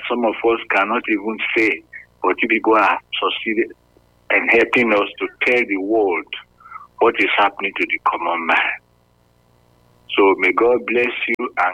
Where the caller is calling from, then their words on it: Ikoba Hill, Nigeria; I'm calling from Ikoba Hill.